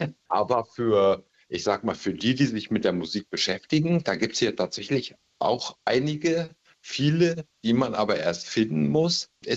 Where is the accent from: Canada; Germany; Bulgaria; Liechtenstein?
Germany; Lower Saxony; Also hier bei uns in Ostfriesland ist es einfach Tschüss oder wie auch immer, weil wir sprechen ja nicht so viel. Bei uns reicht Moin und Tschüss und damit ist der Tag auch gelaufen.